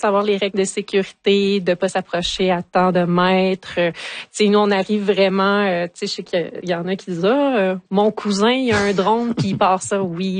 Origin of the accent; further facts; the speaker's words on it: Rouyn-Noranda, Quebec, Canada; also born or lived in Buckingham, Outaouais; Oui, à Buckingham, mais à l'âge de 4 ans, on est déménagé à Rouyn-Noranda.